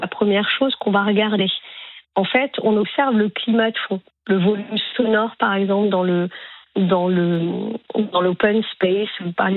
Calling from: Herblay, Île-de-France, France; Alors, je vous appelle de chez moi, oui. Du coup, c'est à Herblay dans le 95.

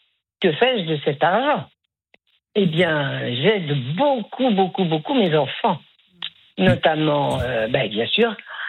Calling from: Colombes, Île-de-France, France; Je vis à Colombes.

